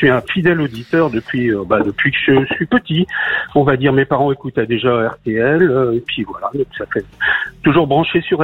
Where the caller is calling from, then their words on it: Brittany, France; je suis un retraité et j'habite dans le Finistère, cette belle région du Finistère.